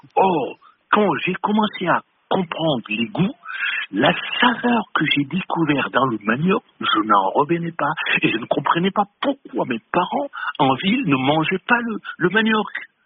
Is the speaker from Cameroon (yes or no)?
yes; Cameroon; now in France; quand je suis parti du Cameroun et que j'arrive en France, les manioc que je vois dans les étals, je n'en reviens pas.